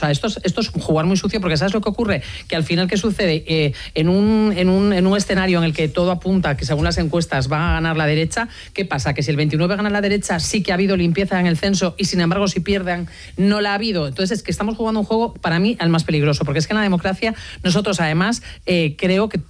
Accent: Galicia, Spain; A mí me da mucho coraje como gallega

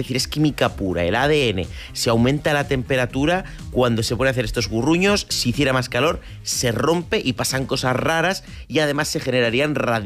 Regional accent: Santander, Cantabria, Spain; Yo que soy de Santander, Cantábrico, yo sé muy bien este ascensor testicular, lo tengo dominado.

